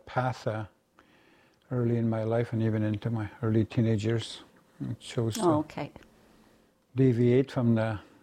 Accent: Moose Factory, Ontario, Canada; now in Sudbury, Canada; I was born and raised in Moose Factory, Ontario, up in James Bay.

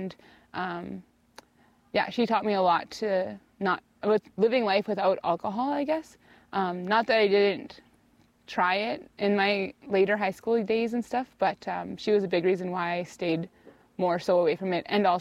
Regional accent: Prince Albert, Saskatchewan, Canada; born there; So I grew up in, well, I was born in Prince Albert, Saskatchewan.

